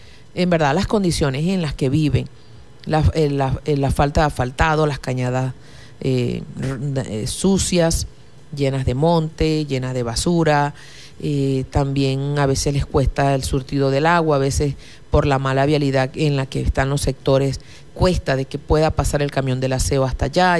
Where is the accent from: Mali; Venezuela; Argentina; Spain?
Venezuela; Machiques, Zulia; nuestro municipio de Machique de Perijá